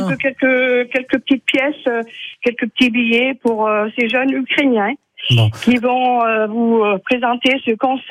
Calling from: Montfermy, Auvergne-Rhône-Alpes, France; J'appelle de la commune de Montfermy.

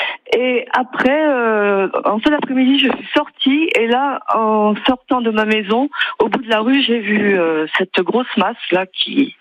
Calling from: Canet-en-Roussillon, Occitanie, France; Alors moi, je suis à Canet Village, du côté de l'école maternelle.

